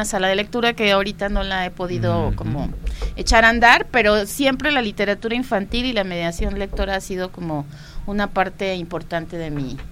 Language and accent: Spanish; Morelos, Mexico; Porque además yo no soy de Ciudad de México, yo soy de Morelos.